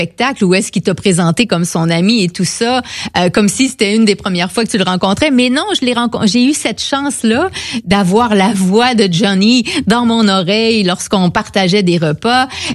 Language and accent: French; Quebec, Canada